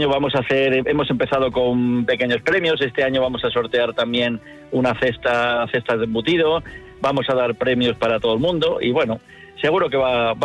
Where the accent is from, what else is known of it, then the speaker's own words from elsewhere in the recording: Castile and León, Spain; yo soy de la zona. Uh-huh. Yo soy de... Mis abuelos vivían en Riaño, mi padre de las Alas, toda mi familia es de esa zona.